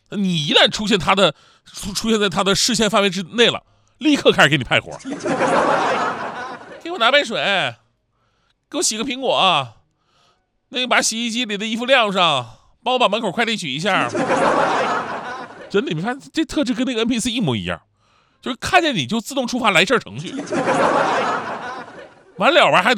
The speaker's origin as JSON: {"language": "Chinese", "town": "Changchun", "region": "Jilin", "country": "China", "tie": "born or raised there", "moved": "yes", "said": "我们老家长春"}